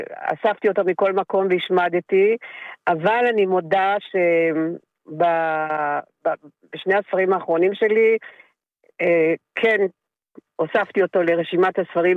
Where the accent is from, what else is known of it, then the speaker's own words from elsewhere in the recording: Gedera, Central District, Israel; אני גדלתי בגדרה